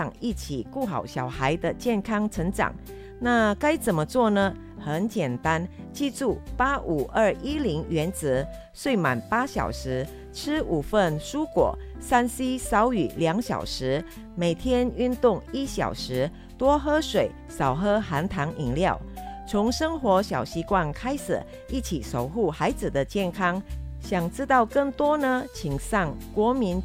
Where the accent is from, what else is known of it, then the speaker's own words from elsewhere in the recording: Indonesia; moved away; 像我们印尼打招呼，华人的话，我们习惯是用吃饱了没，吃饱未。